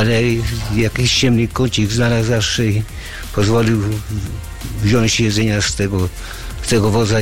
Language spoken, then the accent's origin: Polish; Bartoszyce, Warmian-Masurian Voivodeship, Poland; Po wojnie ja się urodziłem w powiecie Bartoszyce. No i tam mieszkałem w Bartoszycach, koło Bartoszyc, na wiosce takiej Wójciechi.